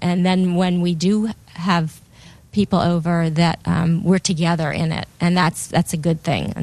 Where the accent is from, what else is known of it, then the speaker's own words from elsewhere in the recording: New York City, New York, United States; I grew up in New York City, and we had a tiny kitchen.